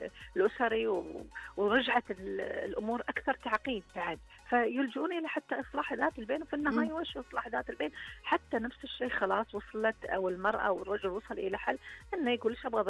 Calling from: Saudi Arabia; عندنا في السعودية

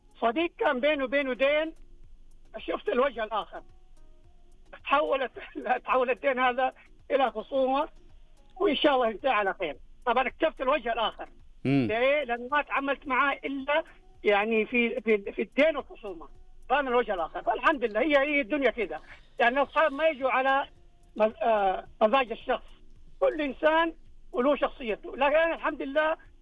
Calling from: Jeddah, Makkah Province, Saudi Arabia; أنا بتكلم من جدة،

